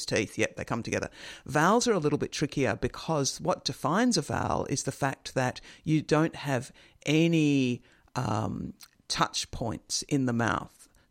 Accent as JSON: {"language": "English", "country": "Australia", "accent": "general Australian", "said": "I first of all read it out myself in my general Australian accent"}